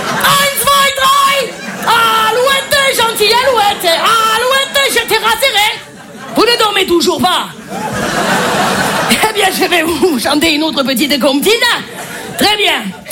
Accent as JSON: {"language": "French", "town": "Marseille", "region": "Provence-Alpes-Côte d'Azur", "country": "France", "accent": "Marseille", "said": "Je m'y connais un accent, hein. Je suis marseillaise."}